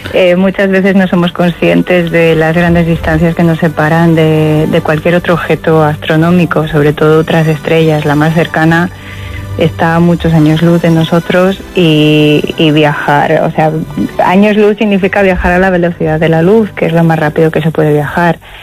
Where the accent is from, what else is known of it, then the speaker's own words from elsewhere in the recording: Palencia, Castile and León, Spain; moved away as an adult; now in La Palma, Spain; para todos los palentinos que nos vamos fuera para ejercer nuestra profesión